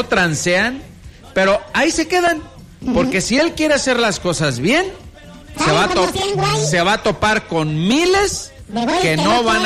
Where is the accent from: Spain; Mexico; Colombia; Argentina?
Mexico; Sí, como mexicano.